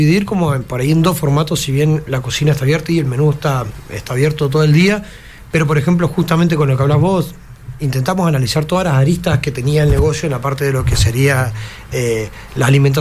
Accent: Argentina

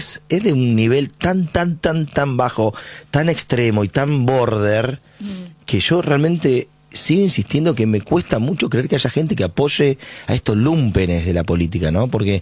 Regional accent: Argentina; Chicos, merecemos, sí, como argentinos, volver a lo normal a partir del 10 de diciembre.

